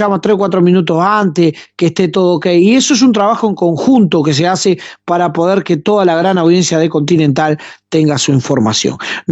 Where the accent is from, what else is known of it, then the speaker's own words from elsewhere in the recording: Las Piedras, Canelones, Uruguay; Si bien Fabricio es de la capital y yo soy de Las Piedras